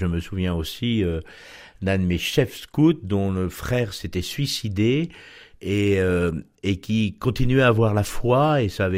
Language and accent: French; Alençon, Normandy, France; born there; je suis normand d'origine, né à Alençon, baptisé dans les fonts baptismaux de Thérèse.